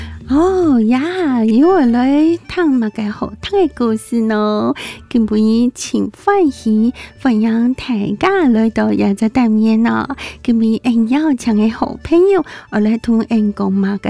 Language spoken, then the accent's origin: Chinese; Taipei, Taiwan; 我父母都是客家人，可是我不是在客家庄长大的，我是在台北，我左邻右舍没人讲客语啊。那时候就是会听，然后讲不是很好，